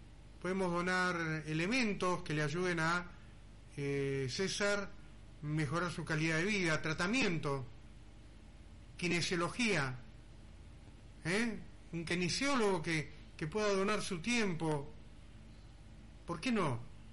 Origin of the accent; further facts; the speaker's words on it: Argentina; Soy argentino todo el año, no cuando viene la Copa, no cuando viene el Mundial únicamente.